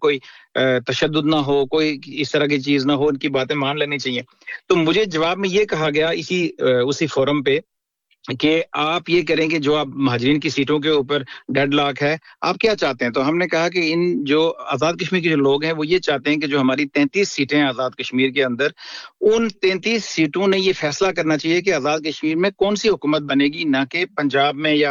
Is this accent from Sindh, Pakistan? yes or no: no; Rawalakot, Azad Kashmir, Pakistan; جہاں پہ میں پلا بڑا ہوں, راولا کوٹ سے میرا تعلق ہے, تھوراڑ ایک جگہ ہے ہماری تحصیل, وہاں سے